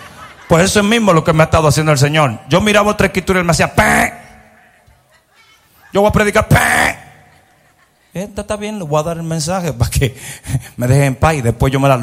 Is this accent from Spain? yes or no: no; Mexico; moved away; porque vine de México, ahí tengo que tirarle algo, ¿verdad? Mexicano.